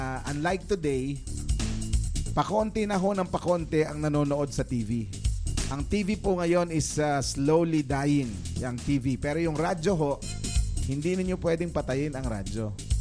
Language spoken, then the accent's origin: Tagalog; Manila, Metro Manila, Philippines; Sa Maynila po ako lumaki. Literally, doon po ako nag-elementary, high school, college, yan.